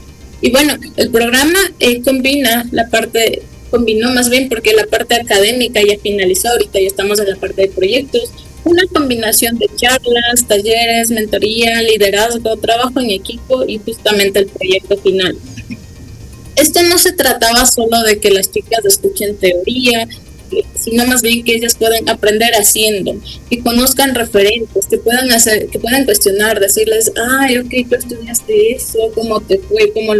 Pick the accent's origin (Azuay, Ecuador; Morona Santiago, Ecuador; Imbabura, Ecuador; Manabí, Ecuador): Imbabura, Ecuador; Otavalo; yo soy de Otavalo